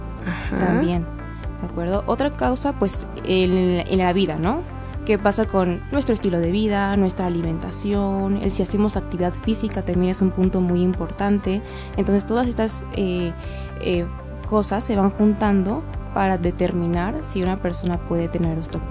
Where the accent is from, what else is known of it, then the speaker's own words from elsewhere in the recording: Zimapán, Hidalgo, Mexico; Bueno, pues yo soy de Zimapán. Estudié en la Universidad Autónoma, igual, en Pachuca, en ICSA.